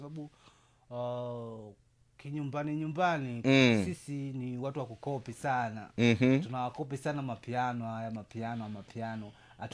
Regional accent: Tanzania

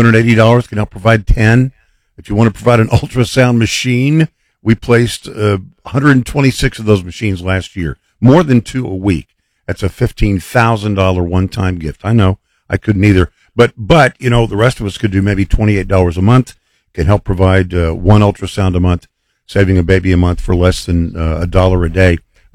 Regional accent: Texas, United States; the great state of Texas, my home state

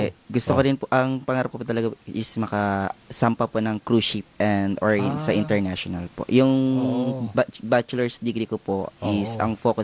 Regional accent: Gloria, Oriental Mindoro, Philippines; Hindi po. Ako po ay taga Gloria Oriental Mindoro po.

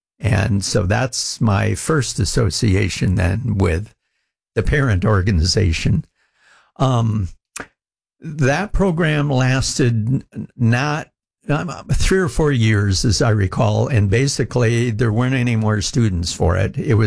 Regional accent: Michigan, United States; Growing up, I grew up in Michigan, and I'm one of those weird kids that always knew what I wanted to be when I grew up

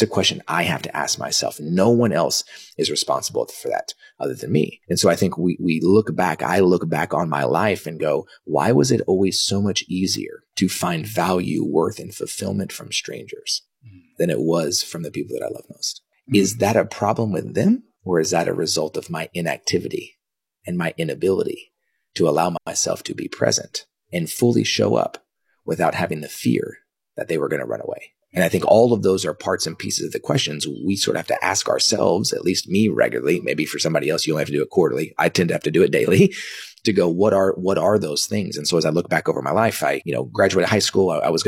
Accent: Dallas, Texas, United States; also born or lived in Kansas; So I was born in 1983. I was born in Kansas, only there for about a week. Came back to Dallas, and I wo

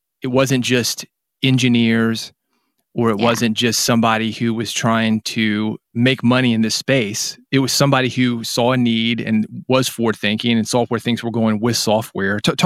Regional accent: Nashville, Tennessee, United States; born there; I was born in Nashville

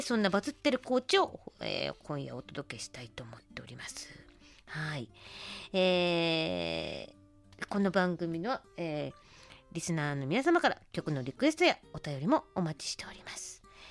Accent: Tohoku, Japan; あっちの西日本ってあんまり私やっぱり東北出身なのもので、

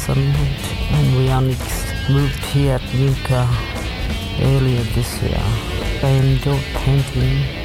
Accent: Doomadgee, Queensland, Australia; first language Wanyi; I grew up in Doomadgee. I'm one of the Wanyi people from Central Mine area, Lawn Hills. My language is Wanyi.

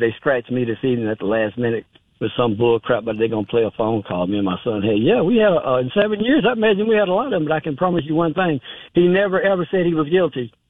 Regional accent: Calera, Alabama, United States; But I moved out of Shelby County, and I love Shelby County. It's my hometown. Calera is my hometown.

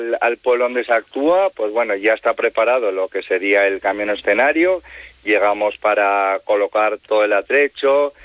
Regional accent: Huércanos, La Rioja, Spain; las fiestas de mi pueblo, que encima actuamos nosotros en Huércanos

